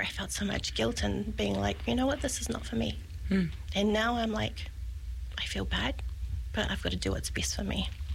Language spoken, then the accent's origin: English; Burnham, Canterbury, New Zealand; born or raised there; now in Hawke's Bay, New Zealand